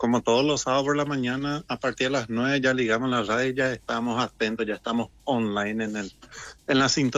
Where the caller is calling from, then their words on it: Paraguay; varias cosas nos identifica como paraguayos.